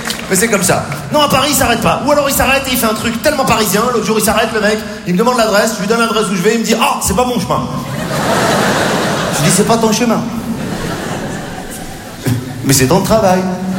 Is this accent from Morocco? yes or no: yes; Morocco; born there